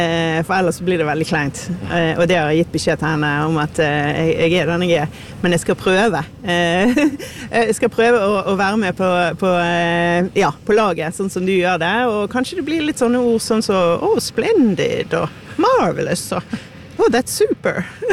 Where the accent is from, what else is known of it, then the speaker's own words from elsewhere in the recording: Fyllingsdal, Vestland, Norway; now in Oslo, Norway; fra Fyllingsdal, så bor på Etterstad i Oslo